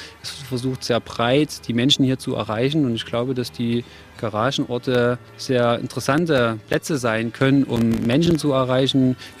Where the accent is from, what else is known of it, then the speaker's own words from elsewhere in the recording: Glauchau, Saxony, Germany; Ich bin hier in Klauchau geboren, das ist etwa 20 Kilometer von Chemnitz entfernt